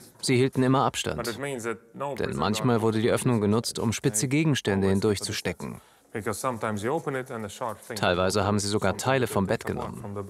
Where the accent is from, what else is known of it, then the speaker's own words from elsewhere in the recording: Riga, Latvia; Ich komme aus Riga in Lettland